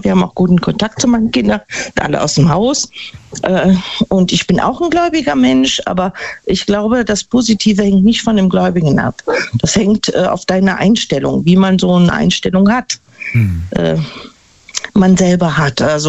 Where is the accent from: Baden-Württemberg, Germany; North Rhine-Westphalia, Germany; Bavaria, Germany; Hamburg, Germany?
North Rhine-Westphalia, Germany; Neunkirchen-Seelscheid; Ja, ich bin aus Neunkirchen-Sülscheid.